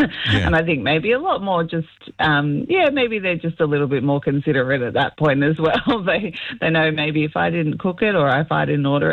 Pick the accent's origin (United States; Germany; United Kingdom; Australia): Australia